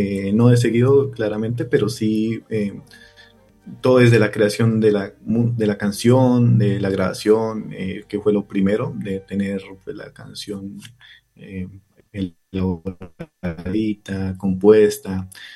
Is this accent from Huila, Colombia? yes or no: no; Río Blanco, Cauca, Colombia; Río Blanco también, que es mi pueblo natal